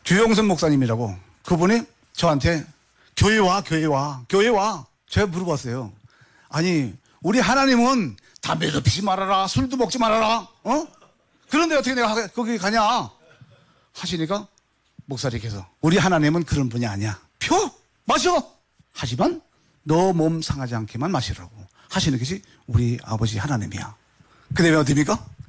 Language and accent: Korean; North Korea; 그래서 제가 기자회견 할게 해서 나는 북한 놈 맞아 그렇게 폭로해버렸어요.